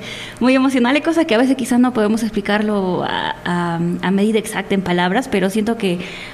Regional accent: Peru; todos somos peruanos.

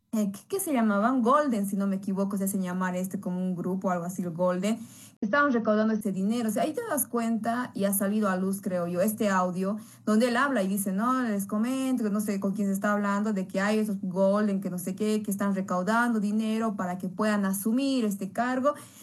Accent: Bolivia; Es bien estúpido, como bolivianos, pedir la aprehensión de un exmandatario.

